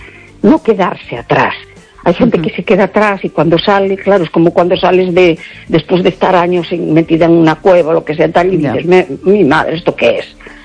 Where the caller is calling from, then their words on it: A Coruña, Galicia, Spain; Hola, buenas noches … de La Coruña.